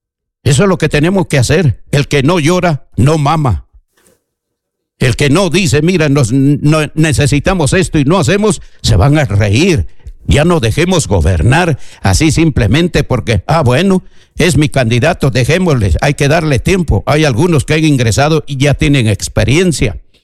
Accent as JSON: {"language": "Spanish", "region": "Junín", "country": "Peru", "moved": "yes", "said": "en mi pueblo, en la histórica provincia de Junín"}